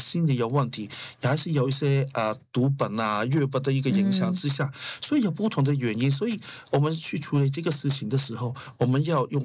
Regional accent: New Zealand; 我们新西兰人不是福利很好吗？

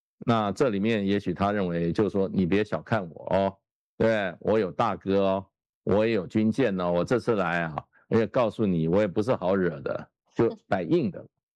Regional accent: Taiwan; 我20几岁我就接触过荷兰人啊，跟他密切相处两个礼拜。我那时候我们台湾

